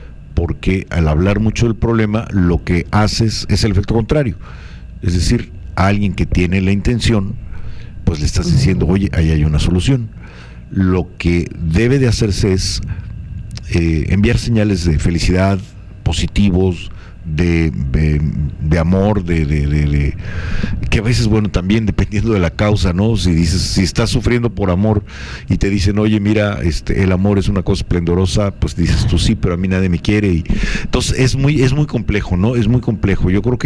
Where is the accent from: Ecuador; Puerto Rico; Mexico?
Mexico; Siempre somos mexicanos, siempre queremos a México